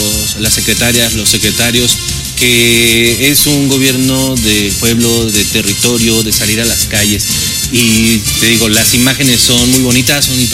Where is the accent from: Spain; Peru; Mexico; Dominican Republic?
Mexico; State of Mexico; me gusta el Estado de México, me gusta ser de aquí, mi familia es de aquí